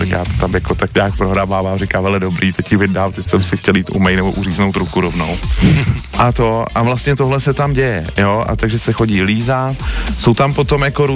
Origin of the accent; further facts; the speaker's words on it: Prague, Czechia; hodně se věnuju Česku, Praze, protože jsem z Prahy